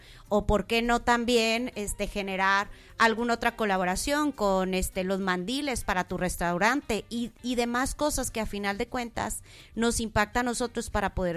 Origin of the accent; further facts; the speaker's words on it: Camargo, Mexico; como capitalinos, bueno, voy a hablar, yo vivo aquí, pero soy de Camargo